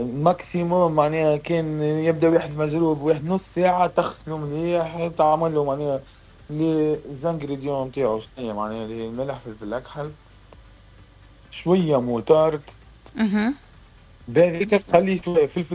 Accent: Tunisia; بالنسبه لنا احنا تونسي

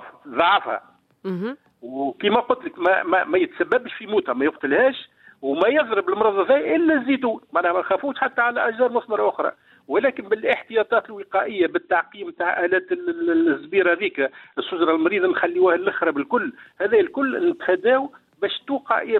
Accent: Sahel, Tunisia; ومعروفة عندنا في الساحل

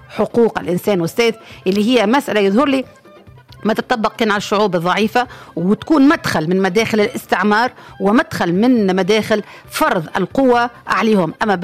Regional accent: Tunisia; اليوم احنا اولادنا تربينا في تونس على انه فما تلقيح وفما انذاصه وفما امراض انقرضت منذ مده وانعدمت منذ مده.

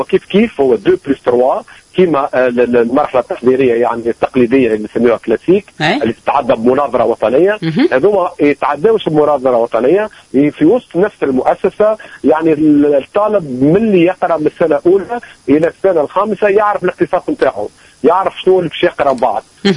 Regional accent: Tunisia

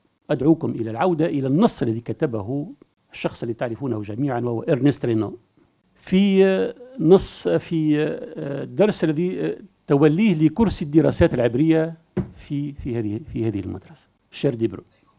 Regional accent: Tunisia; عندنا في تونس

